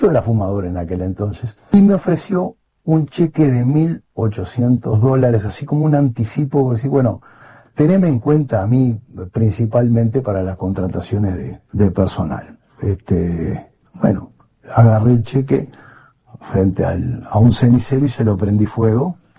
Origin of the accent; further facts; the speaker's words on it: Uruguay; me ofende a mí como uruguayo